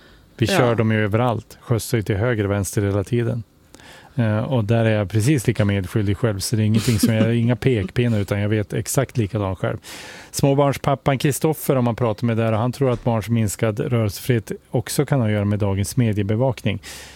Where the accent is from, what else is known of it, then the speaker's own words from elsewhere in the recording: Resele, Västernorrland County, Sweden; Jag bodde ju i obygdan, liksom. Jag är ju uppväxt i Resel utanför Sollefteå